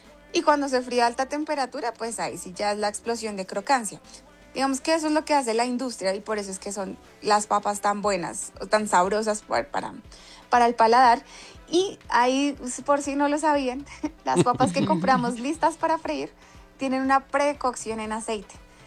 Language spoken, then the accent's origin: Spanish; Colombia; los colombianos somos muy generosos